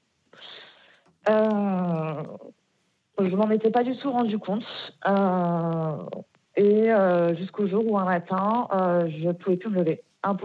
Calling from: Bordeaux, Nouvelle-Aquitaine, France; Alors, j'habite en Gironde, à Bordeaux.

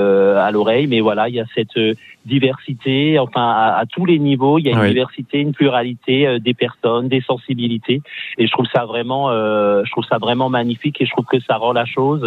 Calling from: Strasbourg, Grand Est, France

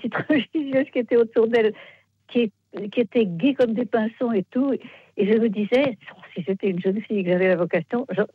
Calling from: Versailles, Île-de-France, France; Je vous appelle de Versailles.

